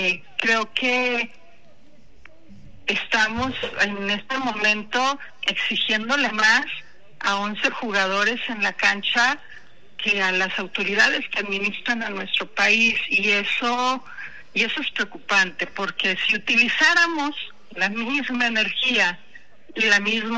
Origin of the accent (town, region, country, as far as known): Mexico